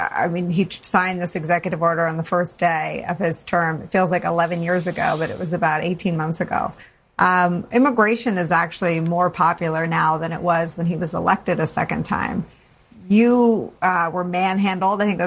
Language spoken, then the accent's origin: English; United States; born there; I'm a proud son of immigrants. I was born in the United States. I'm a proud citizen of the United States